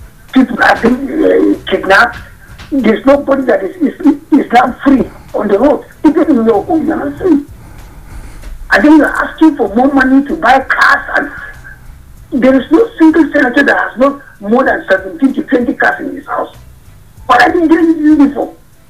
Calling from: Nigeria; from Bakilari.

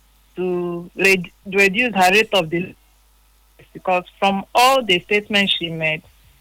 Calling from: Port Harcourt, Rivers, Nigeria; Yes, I'm calling from Port Harcourt.

